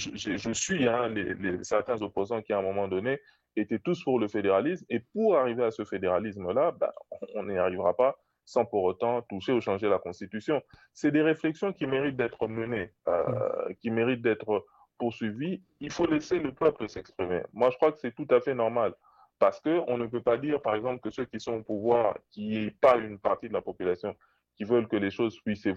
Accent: DR Congo; Pour moi, en tant que Congolais, je ne peux pas dire au peuple que ceux qui sont là continuent ou ne continuent pas.

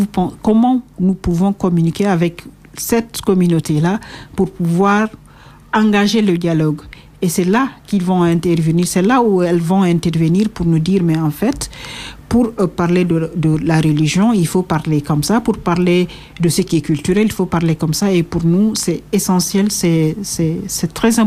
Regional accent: Guinea; nous sommes originaires de Guinée.

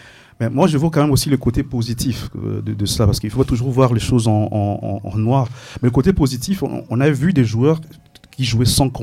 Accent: DR Congo; On peut tout dire, mais en tant que Congolais, ça crée quand même une fierté.

